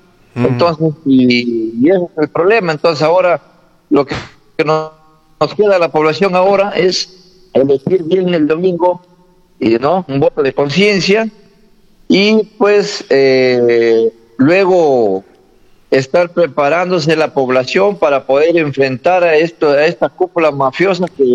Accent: Peru; tenemos que desgraciadamente nosotros como peruanos tomarse esa batuta

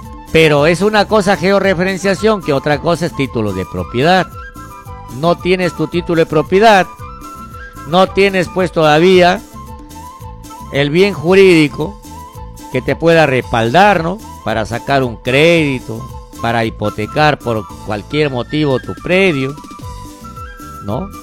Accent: Bagua, Amazonas, Peru; ¿de dónde eres? De Bagua. Ah, selvático, te dicen. Y la gente piensa que estamos en selva, ¿no? Y nosotros estamos pues en una ceja de selva, rodeado de cadenas de montañas, cerros.

